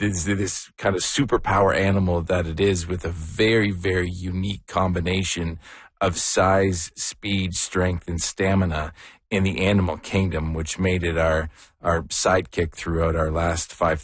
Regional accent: Sarnia, Ontario, Canada; moved away; also born or lived in Hamilton; So I'm from Canada originally. I'm born in Hamilton and raised in Sarnia, Ontario.

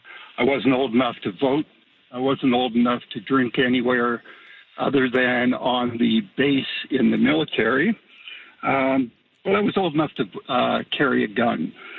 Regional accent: Nova Scotia, Canada; I grew up in Nova Scotia, joined the military at 17 years old.

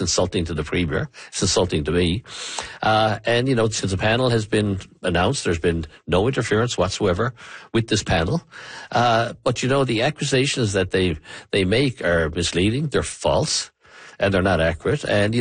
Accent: Newfoundland and Labrador, Canada; I played a role not, you know, as a progressive conservative, but as a Newfoundlander and Labradorian.

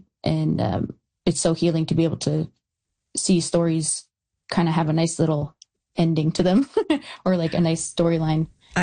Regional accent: the South, Canada; moved away; So me growing up in the South

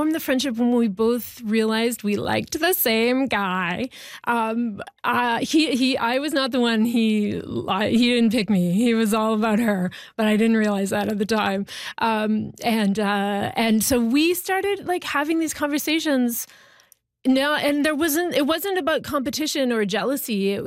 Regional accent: Ontario, Canada; because I grew up in Northern Ontario, but also like rural Northern Ontario in the bush, you know?

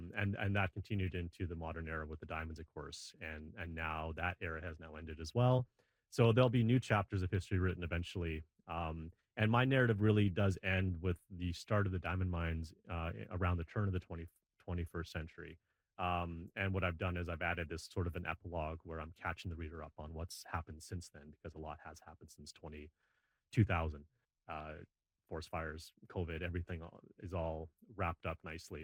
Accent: Yellowknife, Northwest Territories, Canada; Well, I've been researching Yellowknife history for 26 years now. I'm born and raised in Yellowknife.

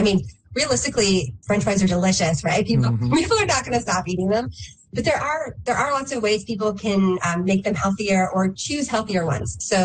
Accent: Ireland; I'm Irish, too.

